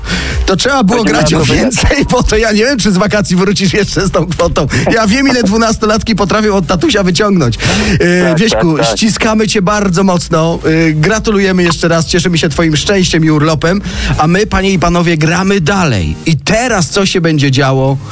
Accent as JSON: {"language": "Polish", "region": "Subcarpathian Voivodeship", "country": "Poland", "tie": "born or raised there", "said": "ktoś był z Dębicy, to niedaleko mojej rodzinnej miejscowości."}